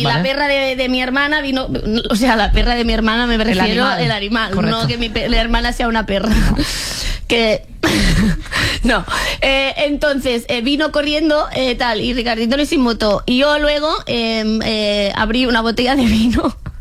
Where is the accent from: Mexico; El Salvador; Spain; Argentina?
Spain; Catalonia; Yo bebo agua porque soy catalana, ¿vale?